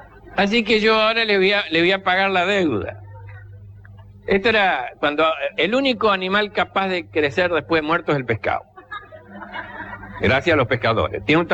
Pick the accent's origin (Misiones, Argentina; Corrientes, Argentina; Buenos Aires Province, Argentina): Corrientes, Argentina; Y soy solo ahí. Y ahí soy bien correntino y bien argentino en el medio del río.